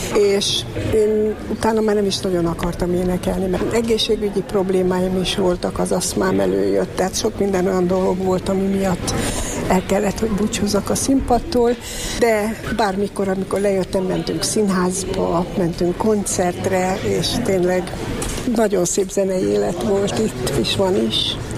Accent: Eger, Heves, Hungary; also born or lived in Budapest; now in Göd, Hungary; Nekem Eger a szülővárosom, az is marad mai napig is. Én 24 éve vagyok, élek Gödön, mert Pestet nem tudtam megszokni.

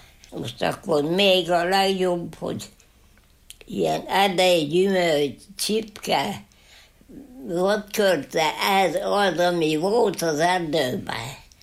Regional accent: Parád, Heves, Hungary; Én itt születtem.

